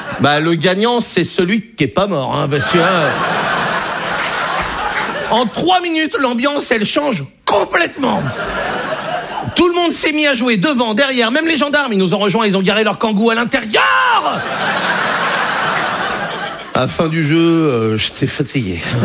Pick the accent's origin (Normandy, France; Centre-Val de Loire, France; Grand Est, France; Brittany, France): Brittany, France; Je suis breton. Moi, j'ai été accepté en Bretagne.